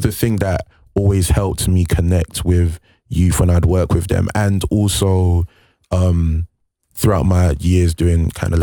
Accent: London, United Kingdom; also born or lived in Nigeria; I was born in Nigeria. I lived there for 5 years. Then we came to London and kind of just moved all around South London for a bit, living still Southeast London around there.

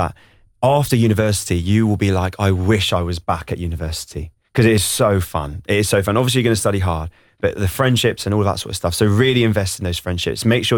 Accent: London, United Kingdom; Oh, from Istanbul, but then I lived in... I'm from Southeast London, so yeah.

